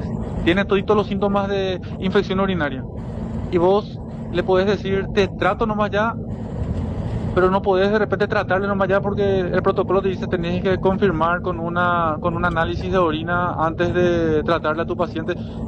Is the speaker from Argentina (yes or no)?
no; Paraguay; yo como paraguayo